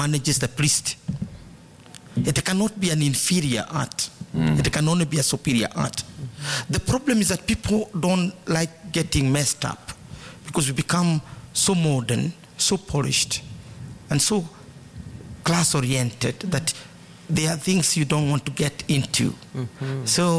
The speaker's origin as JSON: {"language": "English", "country": "Kenya", "said": "As Kenyan."}